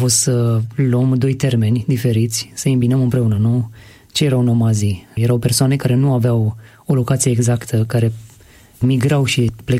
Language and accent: Romanian; Romania; Noi suntem români